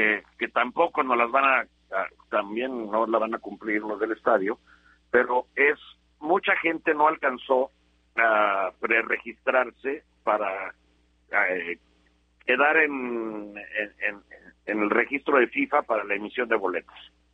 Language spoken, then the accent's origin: Spanish; Mexico; Y nuestra dignidad como mexicanos, que es lo que no podemos permitir.